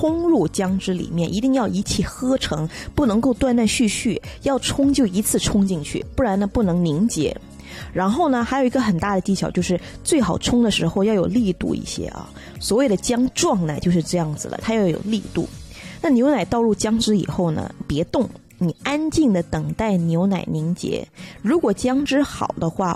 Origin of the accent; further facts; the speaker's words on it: Guangdong, China; 我们广东人